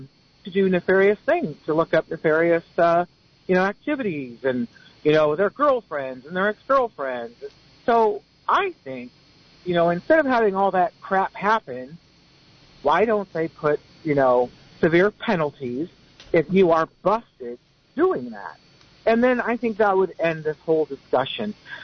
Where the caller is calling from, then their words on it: Boulder Creek, California, United States; I'm calling from Boulder Creek.